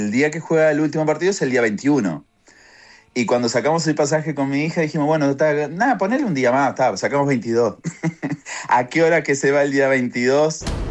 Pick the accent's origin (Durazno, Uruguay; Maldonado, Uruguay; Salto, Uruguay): Maldonado, Uruguay; now in Miami, United States; No es lo mismo, Punta del Este, yo soy de Maldonado. Punta del Este es una cosa, y donde yo vivía, Maldonado es otra.